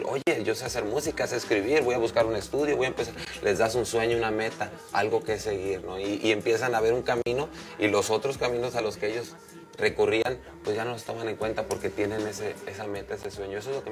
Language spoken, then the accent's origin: Spanish; Tepic, Nayarit, Mexico; Soy de Tepic, Nayarit, orgullosamente.